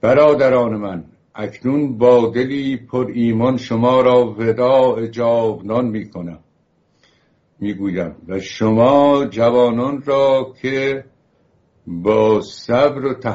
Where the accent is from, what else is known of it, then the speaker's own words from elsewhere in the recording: Iran; moved away; also born or lived in Los Angeles; ما ایرانی هستیم، جای دیگری نداریم برویم.